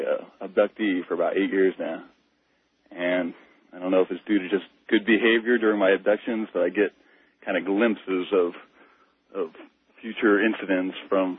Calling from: Indianapolis, Indiana, United States; I'm calling from Indianapolis.

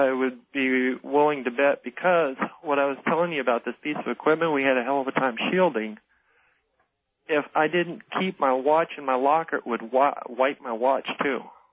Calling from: Tucson, Arizona, United States; I'm calling from Tucson, Arizona.

